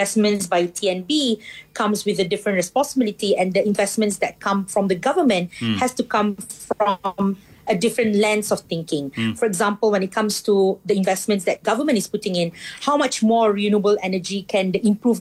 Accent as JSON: {"language": "English", "region": "Johor", "country": "Malaysia", "said": "I come from Johor"}